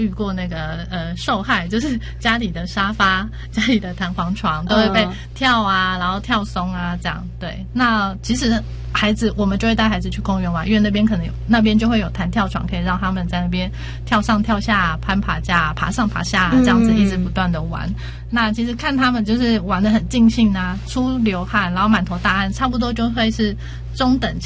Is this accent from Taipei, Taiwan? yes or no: no; Pingtung County, Taiwan; moved away; 那我小时候就是在那个屏东的乡下长大的